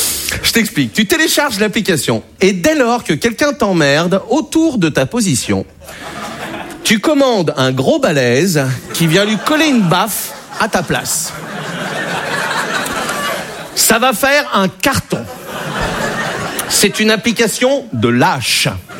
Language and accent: French; Brittany, France; je suis breton, j'ai 20 ans.